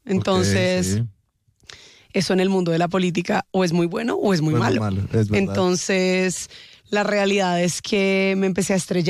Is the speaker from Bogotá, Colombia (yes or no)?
yes; Bogotá, Colombia; nací en Bogotá. Pero madre. tengo la costa en mi sangre. Mi papá es de Valparaíso.